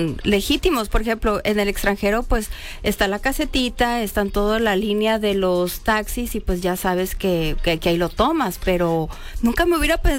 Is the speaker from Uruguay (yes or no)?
no; Mexico